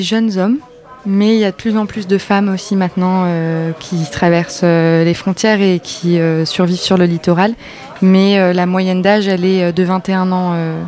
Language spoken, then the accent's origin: French; Calais, Hauts-de-France, France; je viens de Calais.